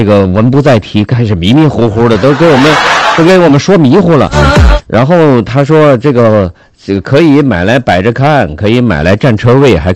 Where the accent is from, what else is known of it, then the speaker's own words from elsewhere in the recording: Hainan, China; 我们海南人每天都在大展宏图啊